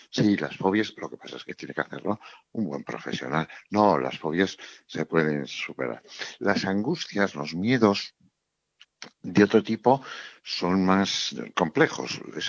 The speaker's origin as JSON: {"language": "Spanish", "region": "Navarre", "country": "Spain", "tie": "born there", "said": "yo que nací en Navarra y he corrido encierros"}